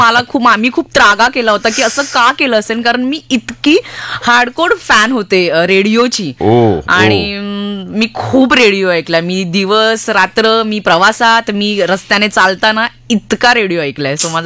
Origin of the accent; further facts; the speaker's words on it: Mumbai, Maharashtra, India; also born or lived in Konkan; मुंबई तर लहानपणी मला आठवतं की मी वरळीची आहे आणि लालबाग परळ खूप जवळ असल्यामुळे